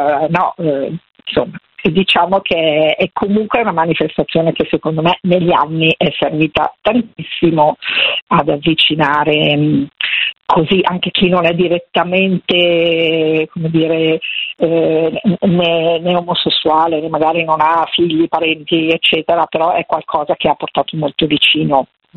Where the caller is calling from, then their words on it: Milan, Lombardy, Italy; sono di Milano